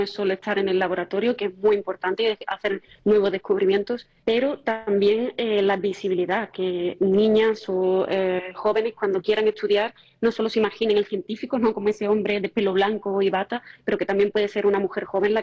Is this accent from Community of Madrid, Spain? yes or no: no; Grazalema, Andalusia, Spain; Al final vengo de Grazalema, ¿no? Y estamos en un entorno privilegiado, rodeado de naturaleza